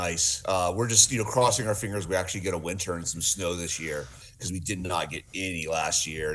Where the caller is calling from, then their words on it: Bozeman, Montana, United States; Bozeman, Montana.